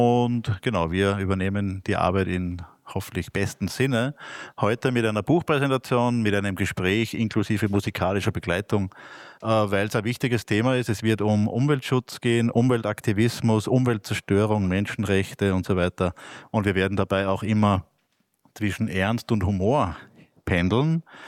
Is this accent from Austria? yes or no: yes; Upper Austria, Austria; wir sind beide vom Land, Niederösterreich, Oberösterreich.